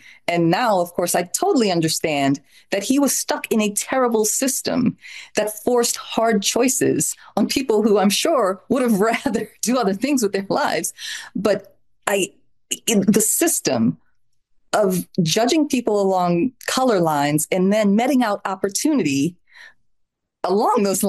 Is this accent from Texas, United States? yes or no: no; New Orleans, Louisiana, United States; I grew up with in New Orleans of an enormous sprawling family and very clear lineage.